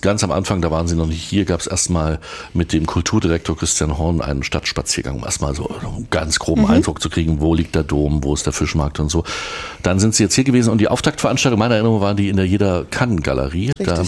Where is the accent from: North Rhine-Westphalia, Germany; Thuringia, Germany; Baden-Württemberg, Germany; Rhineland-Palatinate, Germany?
Thuringia, Germany; Erfurt; Weil ich auch gebürtiger Erfurter bin.